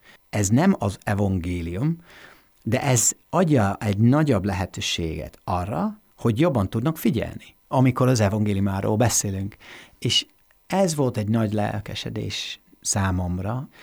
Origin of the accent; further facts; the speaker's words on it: Warrington, North West England, United Kingdom; Hungarian is a second language; now in Hungary; Én Warringtonban születtem, és Warrington az Liverpool és Manchester között, északi Angliában, és ott jártunk a gyülekezetünkbe